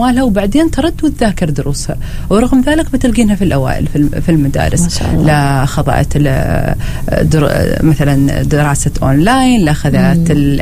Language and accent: Arabic; Al Wusta, Oman; في محافظة الوسطى بالأخص عندنا